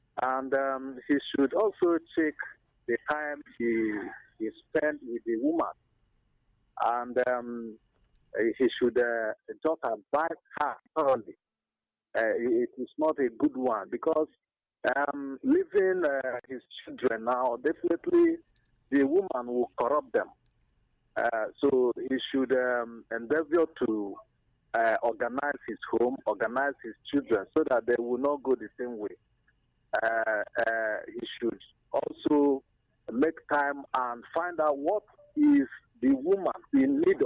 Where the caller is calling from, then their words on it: Ebonyi, Nigeria; I'm reaching you from the Fualike Local Government, Ebonyi State.